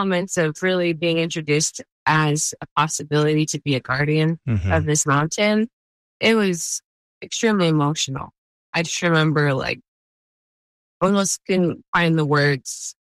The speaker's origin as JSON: {"language": "English", "town": "Silverton", "region": "Colorado", "country": "United States", "tie": "born or raised there", "also_born_or_lived": "Los Angeles", "said": "I've always had a deep connection with the earth, and I was raised in Silverton, Colorado, some big, beautiful mountains and peaks, and it always felt like home to me."}